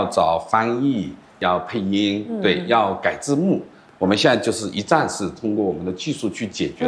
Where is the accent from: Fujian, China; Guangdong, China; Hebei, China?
Guangdong, China; 我们广东这边